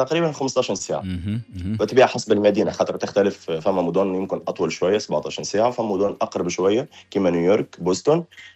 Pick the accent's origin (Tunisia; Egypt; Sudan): Tunisia; نحن كجماهير تونسيه